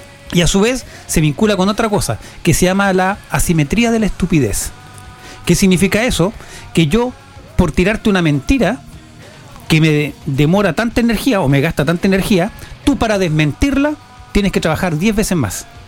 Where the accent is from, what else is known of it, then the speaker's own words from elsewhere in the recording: Chile; soy chileno